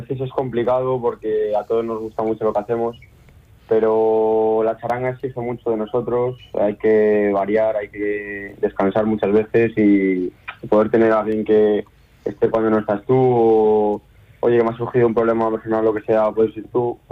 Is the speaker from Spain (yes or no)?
yes; Biar, Valencian Community, Spain; born there; mi pueblo es Viar, que está justo al lado.